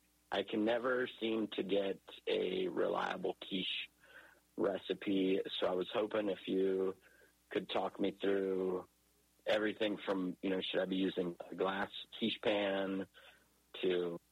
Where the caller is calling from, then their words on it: Fort Myers, Florida, United States; I'm calling from Fort Myers, Florida.